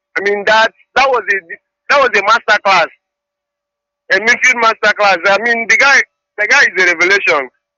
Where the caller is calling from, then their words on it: Ashanti, Ghana; I'm calling from Asha.